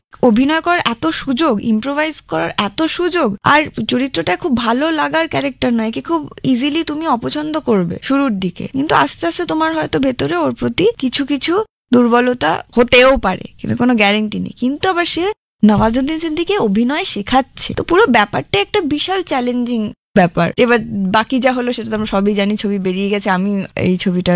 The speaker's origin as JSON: {"language": "Bangla", "region": "West Bengal", "country": "India", "said": "তো সেই ক্ষেত্রে আই গট লাকি যে আমি বাঙালি।"}